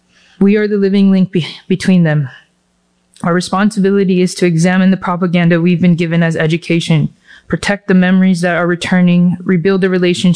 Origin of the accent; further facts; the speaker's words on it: Hilo, Hawaii, United States; I'm from Hilo.